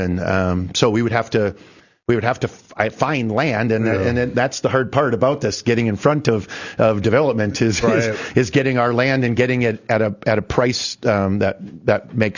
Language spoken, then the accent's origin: English; Fargo, North Dakota, United States; Because I grew up in North Fargo